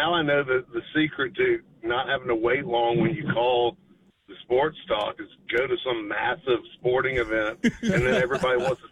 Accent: Columbia, South Carolina, United States; I've got a couple degrees from South Carolina. I'm from Columbia.

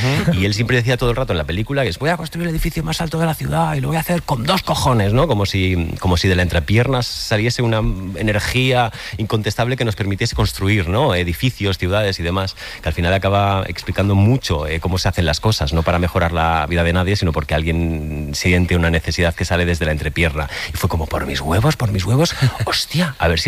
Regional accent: Catalonia, Spain; Porque yo soy catalán, entonces los catalanes que nacimos a finales de los 90 nos metieron con calzador lo de que Antoni Gaudí era referente internacional

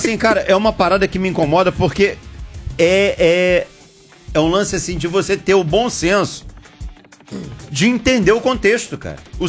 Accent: Volta Redonda, Rio de Janeiro, Brazil; Minha terra natal.

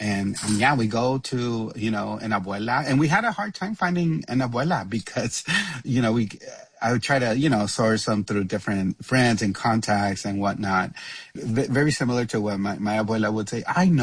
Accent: Texas, United States; I am Mexican. I'm Latino growing up in Texas

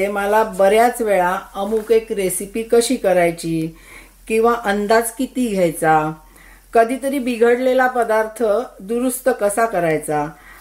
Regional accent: Mumbai, Maharashtra, India; moved away as an adult; also born or lived in Pune / Sydney; now in Melbourne, Australia; माझं लहानपण मुंबईत शिवाजी पार्क एरियामध्ये गेलं. माझ्या घरी आम्ही आजी आजोबा आई वडील आणि आम्ही तिघं भावंड असे राहत होतो. नंतर लग्न झाल्यावर मी पुण्यात आले.

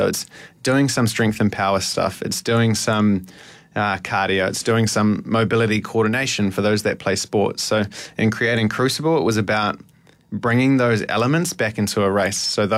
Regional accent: New Zealand; born or raised there

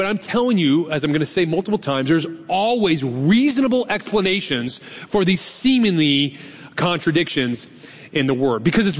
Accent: Carmichael, California, United States; I would always say, I'm from Sacramento. Do you know I've never lived one day in my entire life in the city of Sacramento? Not one day. I actually grew up and am from Carmic

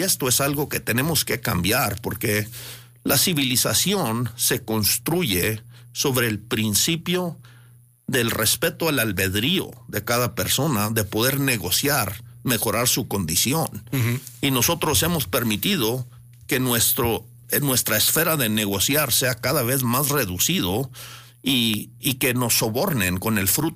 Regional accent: Chihuahua, Mexico; born there; yo nací en Chihuahua y pues realmente me considero mexicano.

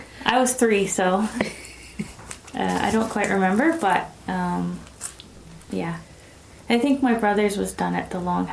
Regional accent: Penticton, British Columbia, Canada; And I said that I'm from Penticton.

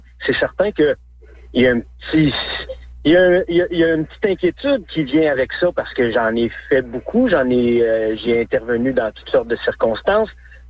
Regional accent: Quebec, Canada; born or raised there; also born or lived in Saguenay-Lac-Saint-Jean

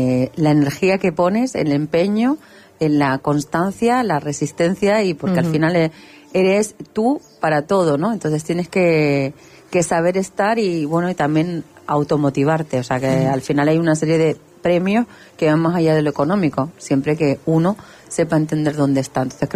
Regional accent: Lanzarote, Canary Islands, Spain; moved away as an adult; en un momento determinado vuelvo a Lanzarote, vuelvo a mis raíces, vuelvo a mi tierra

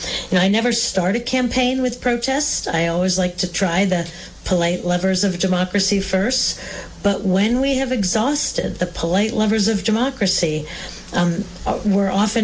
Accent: Pacific Northwest, United States; I grew up in the Pacific Northwest in a family, and I went to a school that really valued being outdoors. So I spent a lot of time in the forest, in the Cascades, in the Olympic Rainforest.

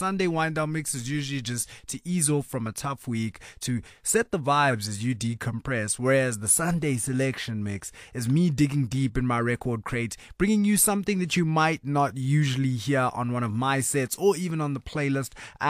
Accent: Eastern Cape, South Africa; It's all the tracks that make me think about my days growing up in Eastern Cape

